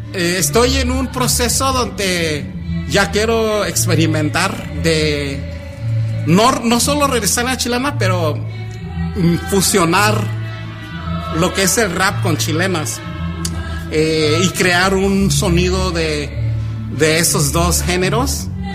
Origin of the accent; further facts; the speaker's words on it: Fresno, California, United States; hablo de cómo crecí en Fresno, cómo navegué las diferentes calles, apartamentos, trailers, casas pequeños, el campo